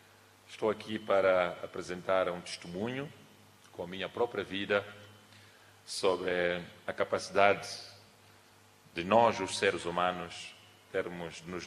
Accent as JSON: {"language": "Portuguese", "town": "Aminga", "country": "Mozambique", "tie": "born there", "said": "Eu nasci em Aminga, no dia 6 de janeiro de 1977, 2 anos depois da independência nacional."}